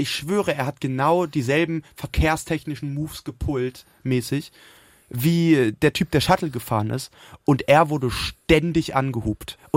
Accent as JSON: {"language": "German", "region": "Berlin", "country": "Germany", "said": "das Leben als Berliner ist einfach schwer, wenn man so von ganz Deutschland gehasst wird."}